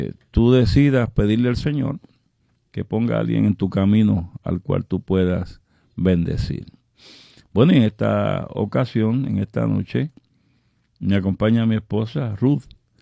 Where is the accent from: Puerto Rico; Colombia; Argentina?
Puerto Rico; Naguabo; nos criamos allá en Naguabo juntos, ¿verdad? Él tenía 70, yo tengo 74